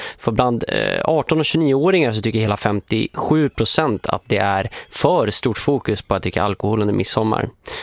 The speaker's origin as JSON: {"language": "Swedish", "town": "Luleå", "region": "Norrbotten County", "country": "Sweden", "tie": "born there", "said": "som jag lärde mig när jag var tonåring i Luleå."}